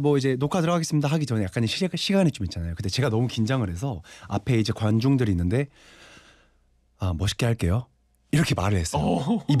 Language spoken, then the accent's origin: Korean; Ulsan, South Korea; moved away; 울산 사람으로서